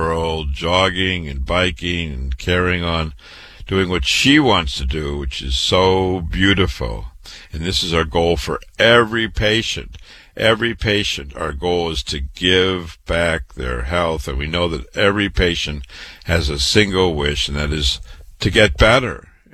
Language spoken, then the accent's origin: English; Waterloo, Iowa, United States; cancer doctor, board certified, born and raised in Waterloo, Iowa, went to public school, university, MD at 25.